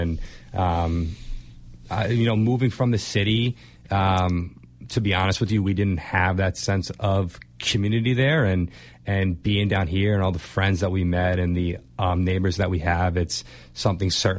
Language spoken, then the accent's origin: English; Long Island, New York, United States; moved away as an adult; also born or lived in South Boston, Massachusetts; now in Cohasset, United States; I'm originally from Long Island, and I went to Trinity College, and after college, moved up to Southie